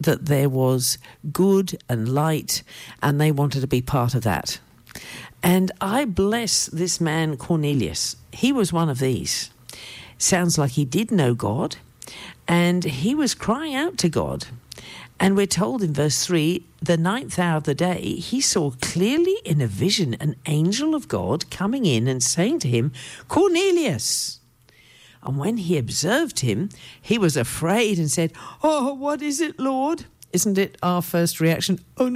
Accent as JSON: {"language": "English", "region": "South East England", "country": "United Kingdom", "tie": "born or raised there"}